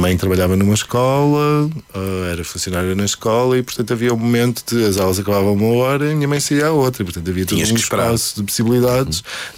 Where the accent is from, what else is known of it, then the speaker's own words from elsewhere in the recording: Ponta Delgada, Azores, Portugal; Venho de Ponta Delgada, do Ecce Homo.